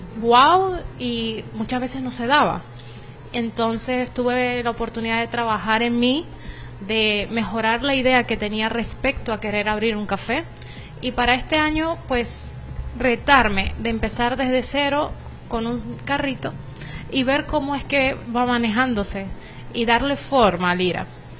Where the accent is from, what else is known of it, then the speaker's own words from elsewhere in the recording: Venezuela; born there; also born or lived in Syria; yo nací en Siria. Me vine a Venezuela a mis 7 años.